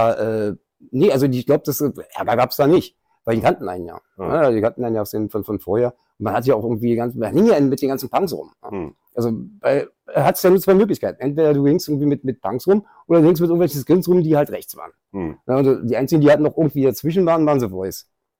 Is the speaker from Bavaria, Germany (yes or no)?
no; Berlin, Germany; born or raised there